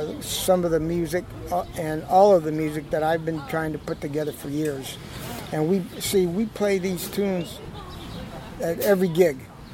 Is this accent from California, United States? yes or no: yes; Modesto, California, United States; also born or lived in Monterey; I'm originally from Modesto.